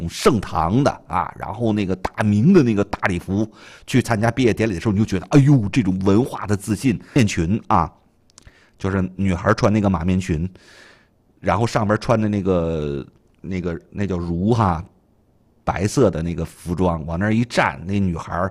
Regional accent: Northeast China, China; accent: Northeastern; 用咱们东北话说

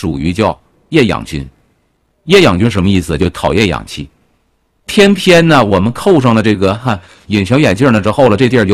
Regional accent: Northeast China, China; 我记得小时候在东北啊

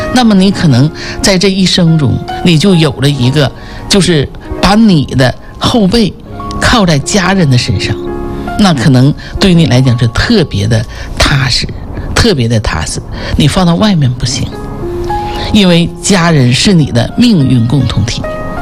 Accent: Northeast China, China; 就我们东北人话叫五马长枪的

